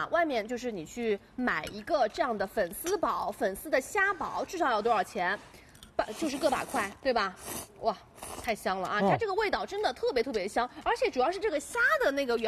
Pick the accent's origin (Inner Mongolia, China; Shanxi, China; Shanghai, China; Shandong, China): Shanghai, China